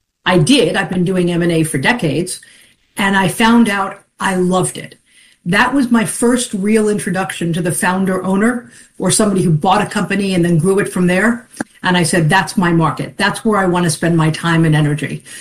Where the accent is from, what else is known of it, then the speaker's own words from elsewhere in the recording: Long Island, New York, United States; I'm a kid from Long Island and think that, you know, if you've been able to create that, God bless you